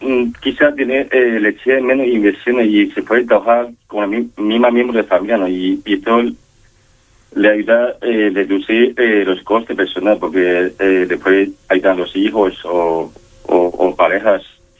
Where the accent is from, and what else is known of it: China; Spanish is a second language; now in Palma, Spain